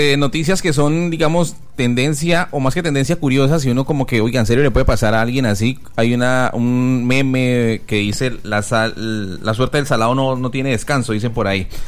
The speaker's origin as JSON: {"language": "Spanish", "country": "Colombia"}